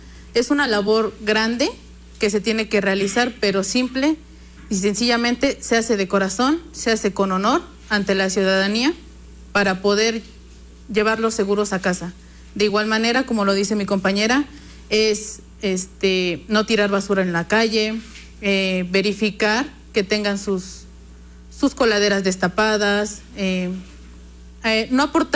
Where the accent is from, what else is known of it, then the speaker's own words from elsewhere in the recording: Puebla, Mexico; soy de aquí de Puebla, bomberos de Puebla, orgullosamente bombero de Puebla.